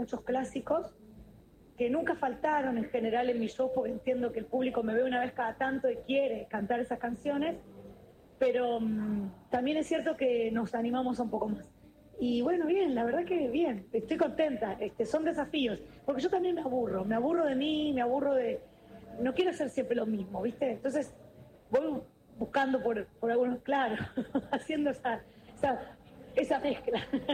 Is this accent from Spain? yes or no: no; Santa Fe, Argentina; Yo soy santafesina y para mí haberme criado escuchando … es como decir, es parte de lo que a mí me representa.